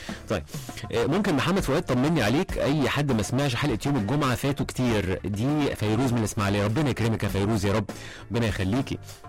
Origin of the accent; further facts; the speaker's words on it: Egypt; احنا برضو عندنا مشكلة كمصريين